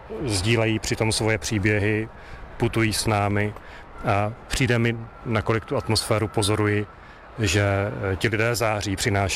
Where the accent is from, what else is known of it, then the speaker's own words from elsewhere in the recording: Brno, South Moravian Region, Czechia; jsem tady z Brna, šťastně tady žijí celý život s výjimkou nějakého studia v zahraničí.